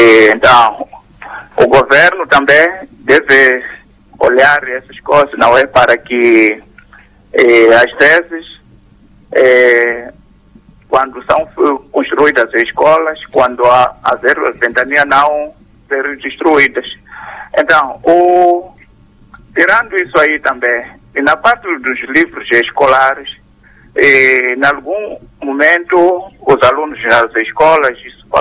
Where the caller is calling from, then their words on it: Mozambique; Aqui falo … falo de Flangulo.